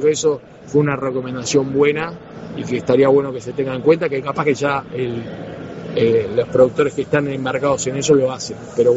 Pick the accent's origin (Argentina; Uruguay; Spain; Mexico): Uruguay; somos uruguayos, pues somos patriotas